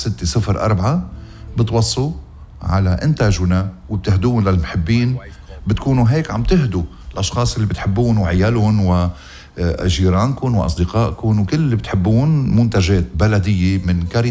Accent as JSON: {"language": "Arabic", "country": "Lebanon", "said": "بوطننا لبنان،"}